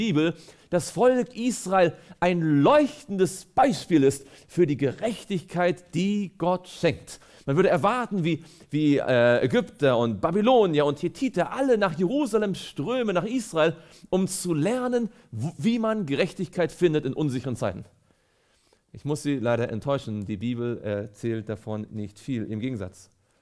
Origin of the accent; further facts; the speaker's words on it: Mecklenburg-Vorpommern, Germany; now in Baden-Württemberg, Germany; bin ja nicht gebürtig aus Baden-Württemberg, aber als ich hierher zog, habe ich zum ersten Mal in meinem Leben Weinberge gesehen. Ich komme von der Ostsee, da gibt es keine Weinberge, ja, da gibt es raue See und viel Sand und Moor in Mecklenburg-Vorpommern.